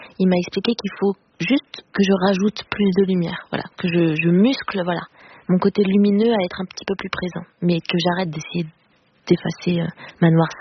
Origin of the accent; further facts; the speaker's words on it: Paris, Île-de-France, France; Moi, je suis vraiment à Paris, voilà. Parisienne, je suis née voilà, dans le Paris même.